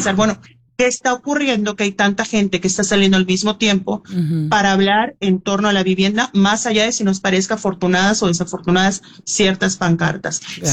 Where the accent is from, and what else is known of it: Mexico